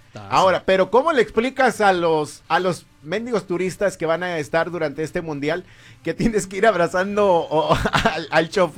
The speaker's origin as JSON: {"language": "Spanish", "country": "Mexico", "said": "Pero yo sí, a mí me da pena como mexicano, porque eso es lo que estamos mostrándole al mundo entero de cómo somos allá."}